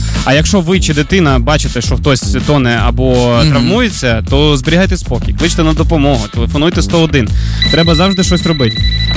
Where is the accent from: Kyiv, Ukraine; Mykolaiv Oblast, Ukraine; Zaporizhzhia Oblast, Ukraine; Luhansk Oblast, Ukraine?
Zaporizhzhia Oblast, Ukraine; Zaporizhzhia; я ж теж із Запоріжжя.